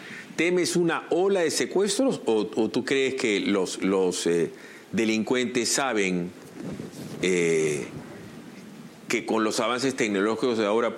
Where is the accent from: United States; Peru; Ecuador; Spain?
Peru